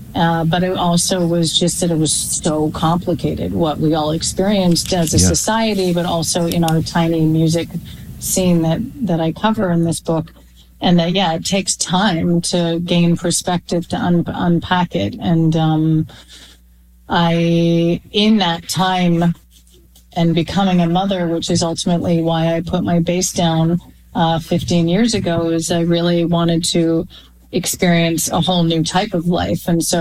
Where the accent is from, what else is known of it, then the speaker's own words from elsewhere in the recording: Canada; I was raised fully in Canada, indoctrinated to doubt everything in the U.S.